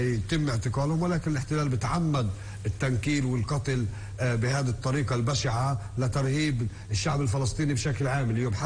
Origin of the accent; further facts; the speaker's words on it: Palestine; احنا كشعب فلسطيني بشكل عام